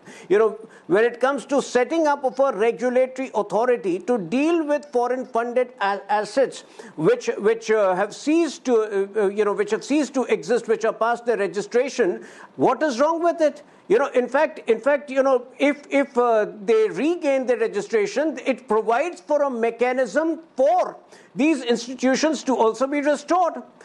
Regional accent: Jharkhand, India; I come from Jharkhand.

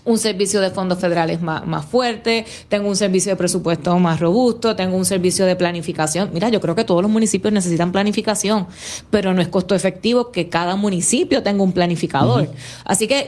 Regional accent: Morovis, Puerto Rico; y soy de Morovis, by the way, por si acaso. Siento que tengo standing para hablar de Morovis.

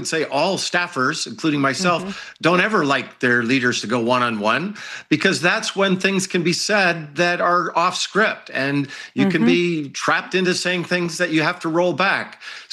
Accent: United States; as an American

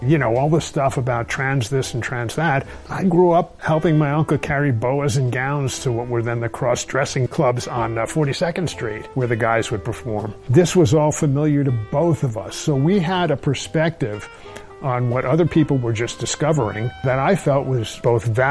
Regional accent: New York, United States; Our connection had to do with both growing up as New Yorkers

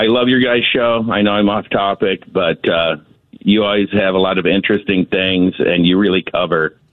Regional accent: Chicago, Illinois, United States; now in San Diego, United States; I grew up in the Chicago area listening to Richard Crow, the famed ghost hunter.

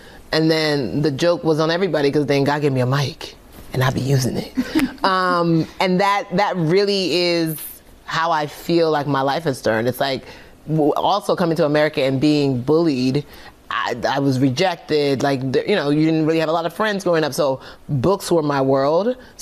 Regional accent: Nigeria; And I was like, how do I do that? I'm Nigerian.

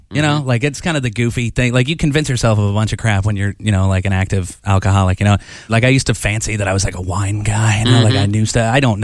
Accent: Minneapolis, Minnesota, United States; Minneapolis.

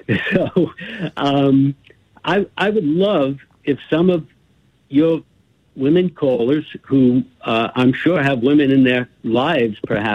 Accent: Queens, New York, United States; I grew up in Queens, so I saw this guy from the beginning, how he abused people.

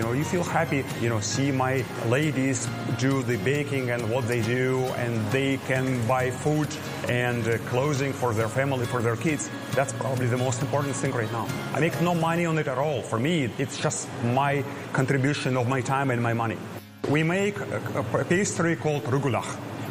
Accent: Ukraine; now in United States; I'm from Ukraine, and so being part of the community, even though I lived most of my life in the United States, I went to school over here, but for me, Ukraine is still part of where I was born. It's my hometown, it's my childhood memories

